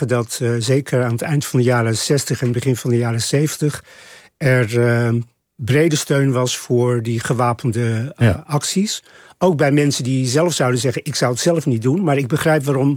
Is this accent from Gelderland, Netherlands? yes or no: no; Vught, North Brabant, Netherlands; ik ben in Nederland geboren en getogen. Dus ik ben tot op zekere hoogte zeker Nederlands. Maar ik ben ook heel erg Moluks, zou je kunnen zeggen.